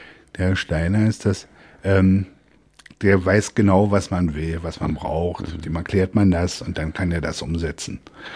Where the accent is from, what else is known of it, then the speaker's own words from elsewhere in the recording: Berlin, Germany; Wir haben ja als Berliner den riesen Vorteil, Berlin und Brandenburg um die Ecke zu haben.